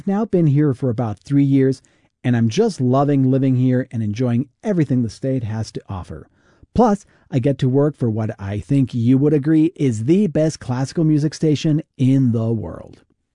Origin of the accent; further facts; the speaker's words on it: Mexico City, Mexico; moved away as an adult; now in Colorado, United States; I'm originally from Mexico City, but I used to come to Colorado as a kid because my family and I love skiing. And I've now been here for about 3 years